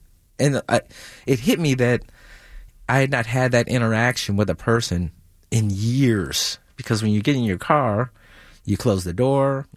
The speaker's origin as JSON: {"language": "English", "town": "Detroit", "region": "Michigan", "country": "United States", "said": "Okay, because I'm from Detroit, you know."}